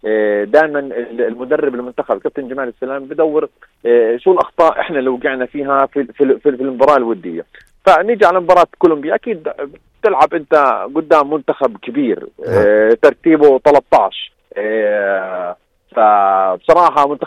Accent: Jordan

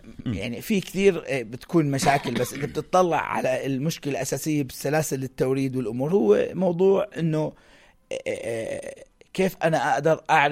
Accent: Jordan; احنا نكون بايز عشان اردنيين،

